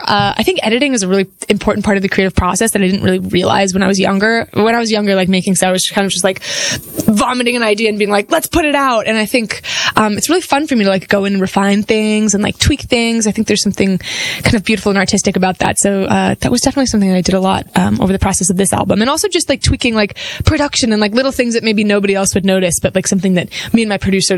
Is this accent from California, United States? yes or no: yes; California, United States; Yeah, my parents love music.